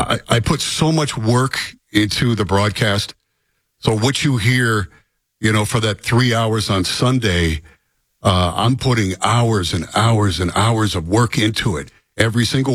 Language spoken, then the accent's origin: English; Rust Belt, United States; born or raised there